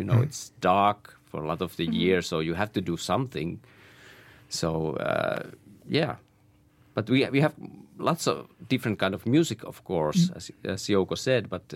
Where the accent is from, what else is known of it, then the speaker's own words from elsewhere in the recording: Oulu, North Ostrobothnia, Finland; Yeah, I come from Oulu, and we have a really peculiar music scene there.